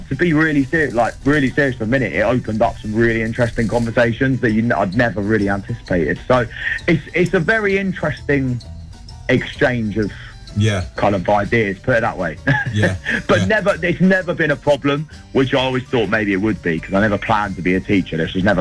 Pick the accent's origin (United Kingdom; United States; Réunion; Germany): United Kingdom; Stevenage, East of England; I've got a festival in my hometown in Stevenage.